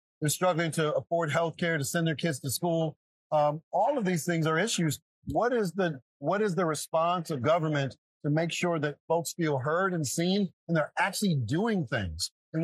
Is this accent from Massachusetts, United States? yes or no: no; Chicago, Illinois, United States; moved away as an adult; now in Philadelphia, United States; I'm a Chi-Delphian. I was born and raised in Chicago.